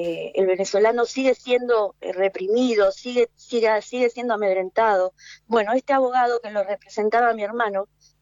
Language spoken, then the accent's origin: Spanish; Argentina; Yo soy argentina, tengo toda mi familia es argentina y nos sentimos abandonados, ¿no?